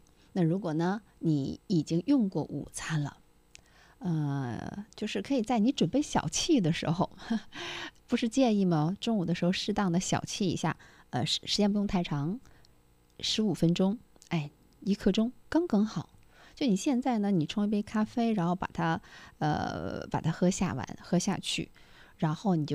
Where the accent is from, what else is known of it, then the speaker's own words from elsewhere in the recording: Dalian, Liaoning, China; 那是我们大连人吃肥蟹的最好的时间。